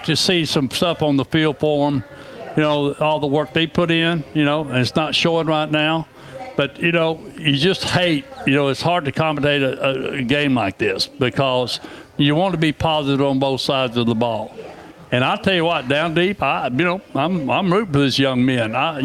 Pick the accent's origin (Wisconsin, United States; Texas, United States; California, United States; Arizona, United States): Texas, United States; being that I was raised in West Texas, Odessa Permian